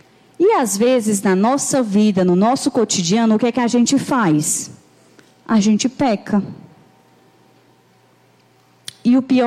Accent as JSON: {"language": "Portuguese", "town": "Fortaleza", "region": "Ceará", "country": "Brazil", "tie": "born or raised there", "moved": "yes", "lives_now": "Curitiba, Brazil", "said": "Eu sou natural de Fortaleza. Acho que deu para perceber, né, pelo sotaque, que eu não sou daqui."}